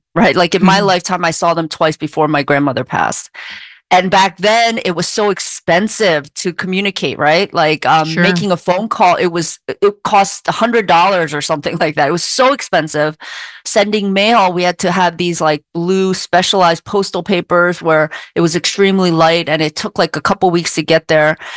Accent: Philadelphia, Pennsylvania, United States; I was a latchkey kid since I was 8 years old. Like I grew up in Philly, you know, and things like that.

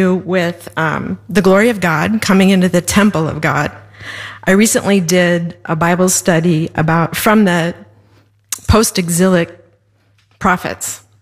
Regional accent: Cedar Falls, Iowa, United States; I'm also from Cedar Falls, Iowa.

